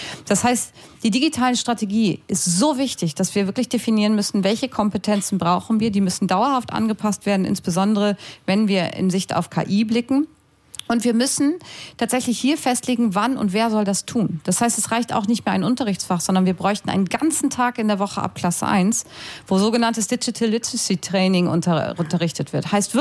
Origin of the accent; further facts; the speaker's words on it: Lower Saxony, Germany; früher hieß es bei uns in Niedersachsen Orientierungsstufe, gab es das hier auch sowas, ne?